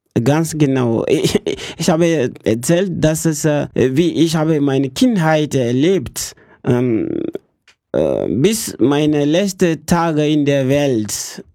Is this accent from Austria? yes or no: no; Guinea; German is a second language; moved away as an adult; now in Telgte, Germany; Ich komme aus Guinea.